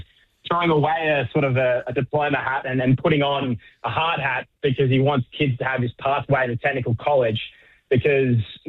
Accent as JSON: {"language": "English", "region": "Queensland", "country": "Australia", "moved": "yes", "lives_now": "London, United Kingdom", "said": "I'm from Queensland."}